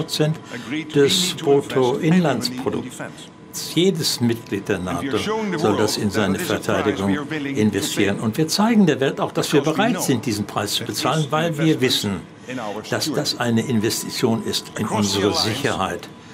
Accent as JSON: {"language": "German", "town": "The Hague", "region": "South Holland", "country": "Netherlands", "tie": "born or raised there", "said": "Im Jahre 2025 haben Sie sich eingesetzt für das 5%-Ziel in meiner Heimatstadt, Den Haag."}